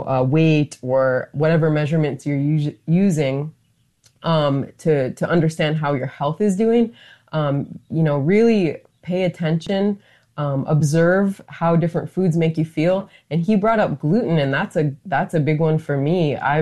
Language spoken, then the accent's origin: English; Northern Plains, United States; So for example, I'm from the Northern Plains, so how I can't eat a bison diet in the way that my ancestors did